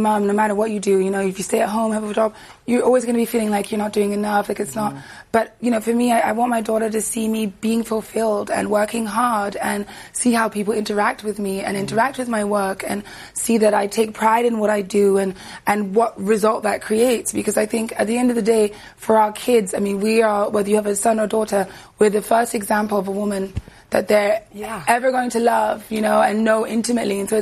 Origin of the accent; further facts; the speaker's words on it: Jamaica; I'm Jamaican, so, like, when I watch a show and it's just really bad accents.